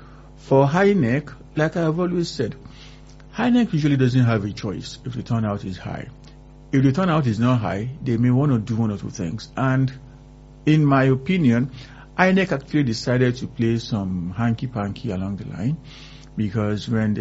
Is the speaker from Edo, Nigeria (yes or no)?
no; Osun, Nigeria; Because I am from Osun State, and my people actually did excellently well.